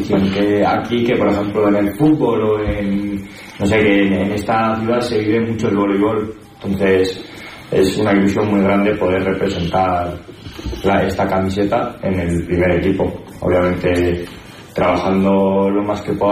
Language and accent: Spanish; Navarre, Spain; Pues yo toda mi vida he jugado al fútbol en Navarra, en mi pueblo